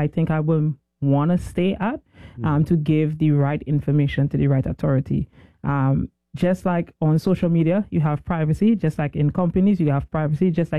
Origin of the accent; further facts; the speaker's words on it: Trinidad & Tobago; Trinidad.